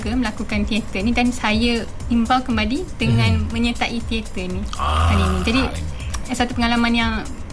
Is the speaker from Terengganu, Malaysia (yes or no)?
yes; Dungun, Terengganu, Malaysia; Asal saya dari Terengganu.